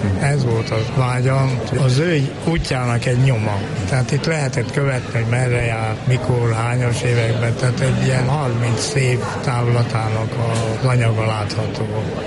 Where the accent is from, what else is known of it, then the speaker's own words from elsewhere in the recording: Harghita, Romania; Ugye én a Csíki székely vagyok, én jobban ismertem az a keleti részt